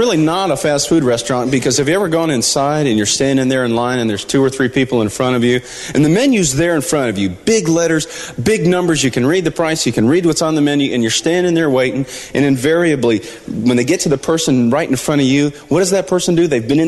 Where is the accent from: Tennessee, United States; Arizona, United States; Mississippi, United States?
Tennessee, United States; Nashville; I'm from Nashville, Tennessee. We see people in the street. We stop.